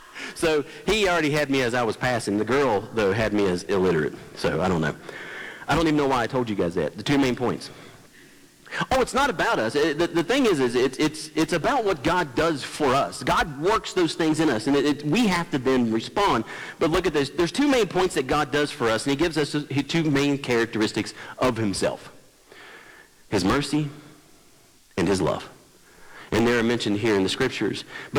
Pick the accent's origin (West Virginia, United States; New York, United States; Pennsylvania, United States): West Virginia, United States; I'm from West Virginia.